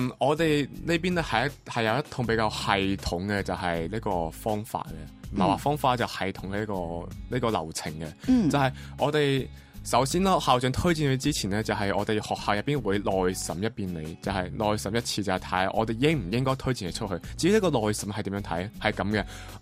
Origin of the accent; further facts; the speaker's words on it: Macau; 我哋澳门人